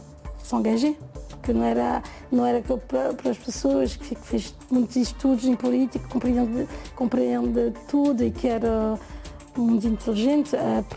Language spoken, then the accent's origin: Portuguese; France; Portuguese is a second language; also born or lived in Portugal; Fui feita em Portugal e nasci em França. E nós, os meus pais sempre pensaram voltar para Portugal.